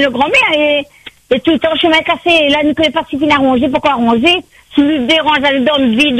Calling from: Saint-Pierre, Réunion; J'habite pas Petite-Île, j'habite sur Saint-Pierre.

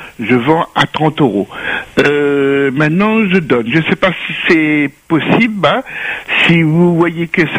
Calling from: Saint-Pierre, Réunion; Je suis sur Saint-Pierre.

